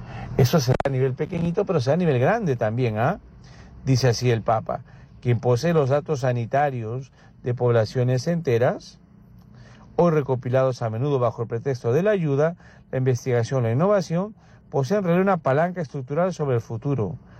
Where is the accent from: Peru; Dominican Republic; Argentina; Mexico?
Peru; mientras que, por ejemplo, en mi país, aquí en Perú, no habían